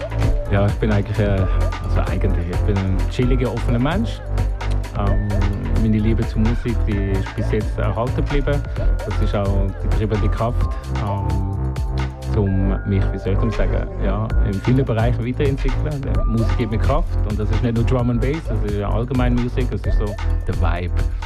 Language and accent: German; Zurich, Switzerland; In der Schweiz, ja. Also in nicht in der Stadt Zürich. In einem Kaff im Zürich Unterland. Genau, da bin ich aufgewachsen.